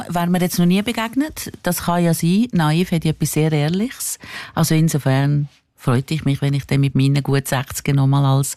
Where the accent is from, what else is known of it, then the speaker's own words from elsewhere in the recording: Switzerland; Und die letzte Kaiserin, die ja dann im Exil war bei uns in der Schweiz, die hat Zita geheissen.